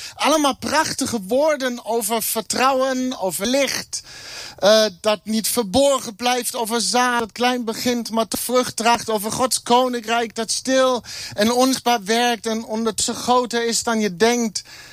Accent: Germany; Dutch is a second language; moved away as an adult; now in Netherlands; Ik kom oorspronkelijk uit Duitsland, maar dat heb je waarschijnlijk al gehoord.

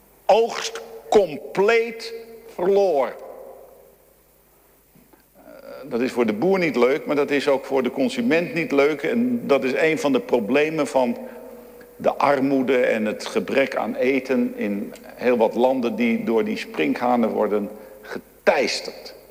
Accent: Amsterdam, North Holland, Netherlands; ik ben een Amsterdamse jongen. En in de stad wonend

